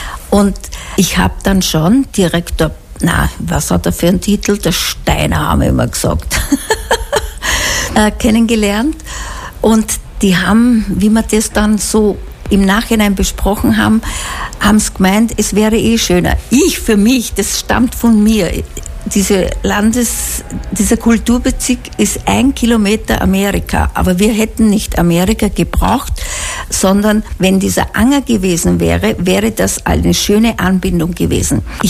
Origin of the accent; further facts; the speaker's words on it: Pulkau Valley, Lower Austria, Austria; ich bin im Pulkertal aufgewachsen, mein Papa war Lehrer